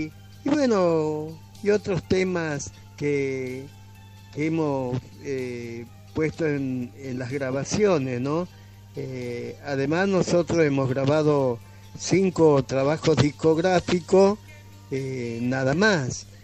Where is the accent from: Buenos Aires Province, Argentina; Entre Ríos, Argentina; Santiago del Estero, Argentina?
Santiago del Estero, Argentina; Quimilí; now in Añatuya, Argentina; Yo soy oriundo de Quimilí, de aquí a 100 kilómetros de nuestra ciudad, de Añatuya. Y en el 74 llegué aquí y bueno, me quedé del todo a vivir, que me casé